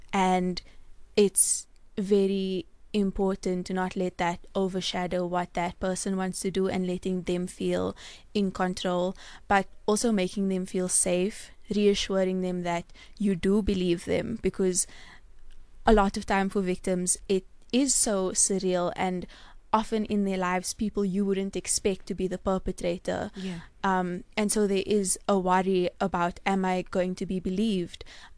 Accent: South Africa; as South African women

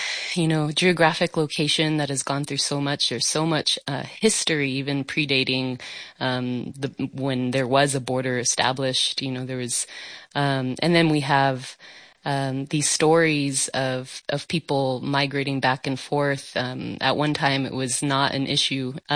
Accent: El Paso, Texas, United States; I grew up in El Paso, and that's not the reality of the lives that live there.

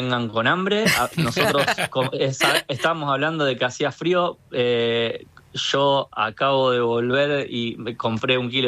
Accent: Rosario, Santa Fe, Argentina; el Monumento Nacional a la Bandera renovado, que nosotros como rosarinos a veces lo damos por sentado

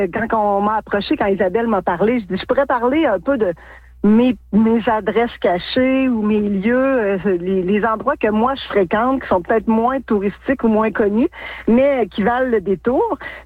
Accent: La Sarre, Quebec, Canada; moved away as an adult; moi, je suis originaire de la Sarre. J'ai rendu toute ma jeunesse jusqu'à mon secondaire 5 à la Sarre. Après, j'ai quitté là pour des études dans les Laurentides, à Montréal, à Rouen également, pour revenir là depuis 2007, si je ne me trompe pas, là, que je suis établie.

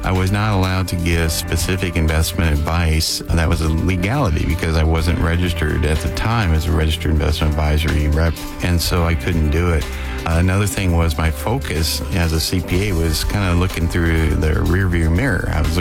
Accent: Washington, United States; I'm from Washington.

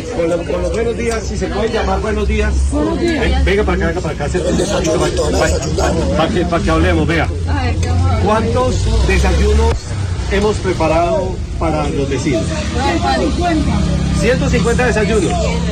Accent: Pereira, Risaralda, Colombia; Y esto es un ejemplo de lo que somos los pereiranos

